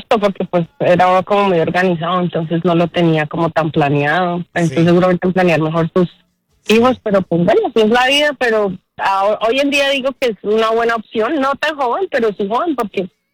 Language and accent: Spanish; Bogotá, Colombia